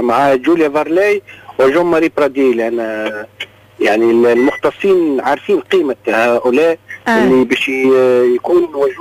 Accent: southern Tunisia, Tunisia; moved away; أنا حتى رغم غربتي ترعرعت وكبرت في الجنوب التونسي وفي في هذه الأرض

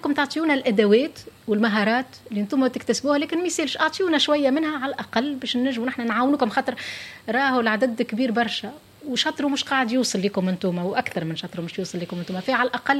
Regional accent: Tunisia; عندنا في تونس

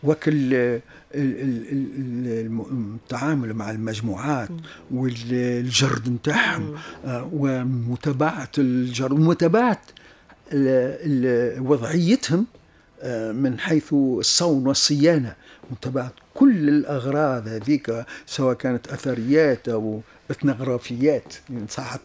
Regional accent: Tunisia; احنا عندنا في تونس في العاصمة

